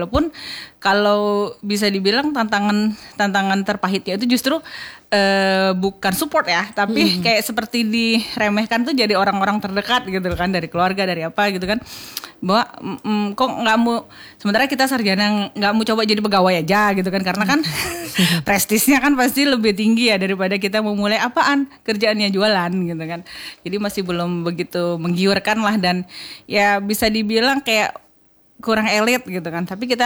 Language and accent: Indonesian; Lampung, Indonesia; moved away as an adult; Saya dari Lampung gitu kan. Saya dibawa suami ke sini, jadi tinggal sini.